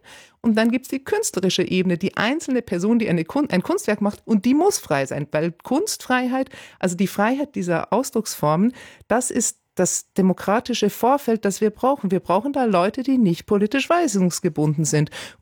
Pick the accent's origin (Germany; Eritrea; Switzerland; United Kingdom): United Kingdom; ich bin ja selber Britin